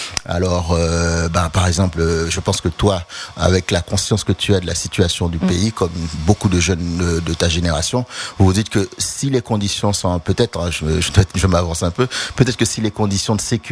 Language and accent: French; Haiti